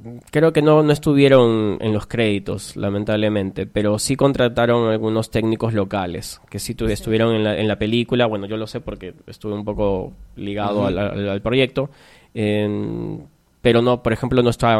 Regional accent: Tarapoto, San Martín, Peru; Yo soy de Tarapoto.

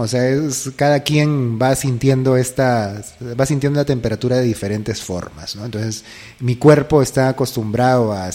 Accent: Lima, Peru; Bueno, yo soy de Lima, he vivido toda mi vida en Lima.

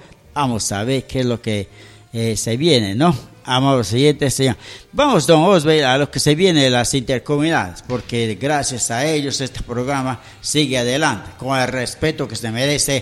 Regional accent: Lamas, San Martín, Peru; yo soy de Lamas, no soy de Pamacho, me decían, ¿no?

